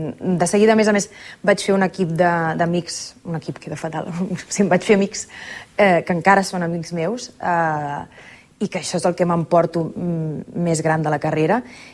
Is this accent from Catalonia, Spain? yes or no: yes; Sabadell, Catalonia, Spain; jo era del poble, era de Sabadell